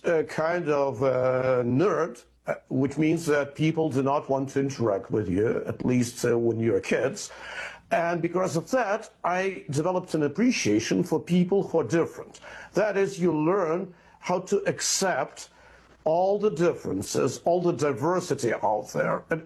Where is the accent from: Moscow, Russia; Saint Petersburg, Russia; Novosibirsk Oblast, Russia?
Moscow, Russia; I'm from Moscow, Russia, originally born there, and I'm a single and lonely child.